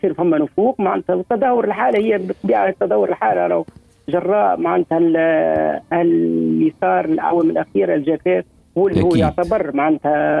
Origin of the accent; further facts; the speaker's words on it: Tunisia; احنا تونس بلاد صغيرة